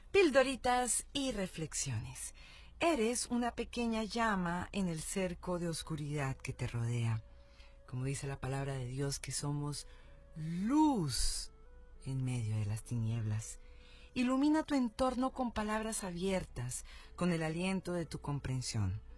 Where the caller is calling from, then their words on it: Bolivia; Aún sigo escuchando por las noches el programa que pasa por la radio aquí en mi país, Bolivia.